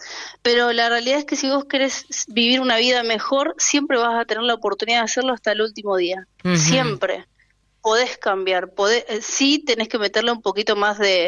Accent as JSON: {"language": "Spanish", "town": "La Plata", "region": "Buenos Aires Province", "country": "Argentina", "said": "Soy platense, de La Plata."}